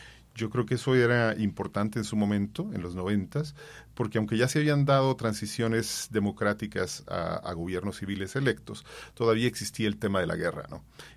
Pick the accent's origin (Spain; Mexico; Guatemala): Guatemala; moved away as an adult; now in Colombia; Mi país estuvo en guerra también durante 36 años